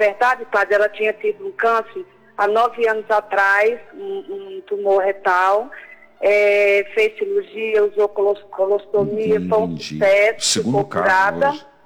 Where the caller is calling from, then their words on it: São Paulo, Brazil; De São Paulo.